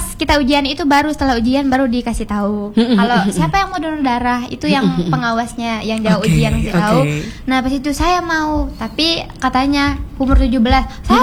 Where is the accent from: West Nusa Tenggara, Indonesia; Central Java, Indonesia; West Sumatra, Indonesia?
West Nusa Tenggara, Indonesia; Iya, belum ada, belum bikin. Kan saya dari Lombok.